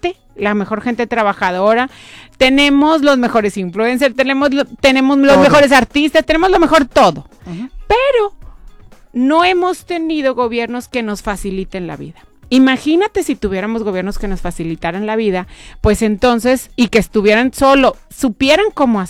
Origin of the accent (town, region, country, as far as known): Monterrey, Nuevo León, Mexico